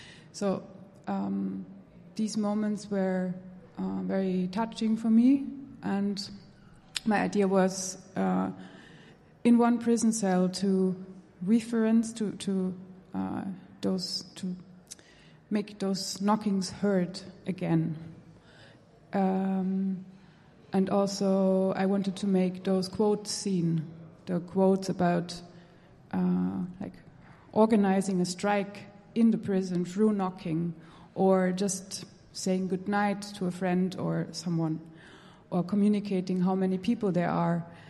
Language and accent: English; Vienna, Austria; I'm from Vienna.